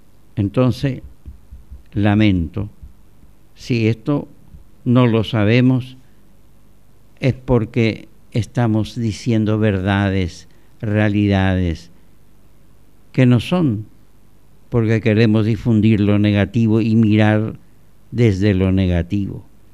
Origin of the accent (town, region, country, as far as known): Paraguay